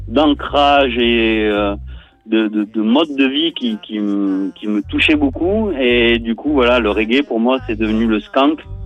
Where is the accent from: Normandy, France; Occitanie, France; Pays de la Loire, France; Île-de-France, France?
Occitanie, France; Toulouse; born there; accent: Toulouse; first language English; French is a second language; je suis né à Toulouse, man. Hein. ouais, ça, on peut pas l'enlever. Une fois que t'es né là-bas, l'accent, il s'enlève pas.